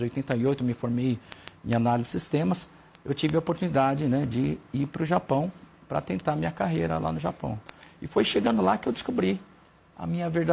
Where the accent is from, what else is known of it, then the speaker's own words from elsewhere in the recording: Maringá, Paraná, Brazil; Eu sou nascido em Maringá. E lá na minha cidade tem uma comunidade japonesa muito forte. Uhum. E desde pequeno, né, eu cresci dentro da associação, né, que são os Kaikans